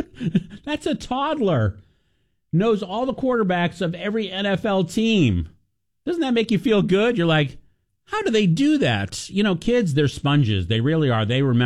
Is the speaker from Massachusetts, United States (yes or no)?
yes; Massachusetts, United States; moved away; I grew up in Massachusetts. I'm a Patriots fan, big time.